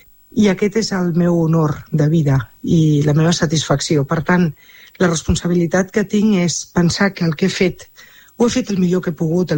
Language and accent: Catalan; Sant Boi de Llobregat, Catalonia, Spain; ser santboiana. Els meus pares, fa 60 i molts anys, van venir a Sant Boi. Podien haver anat a algun altre lloc del món, però van triar Sant Boi. Era el destí que fos Sant Boi. I això m'ha permès néixer